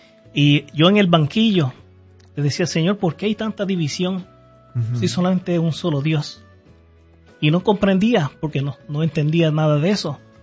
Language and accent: Spanish; Mayagüez, Puerto Rico; cuando yo era pequeño, porque vivíamos en la ciudad de Mayagüez, en mi pueblo Puerto Rico